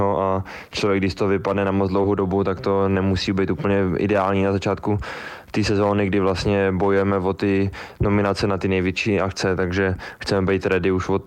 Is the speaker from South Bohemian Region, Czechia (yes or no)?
no; Boží Dar, Karlovy Vary Region, Czechia; jak se říká, všude dobře a doma nejlíp a u nás na Božím daru ty tratě jsou skvělý, takže já to tam absolutně miluju a tam se mi vždycky lyže nejlíp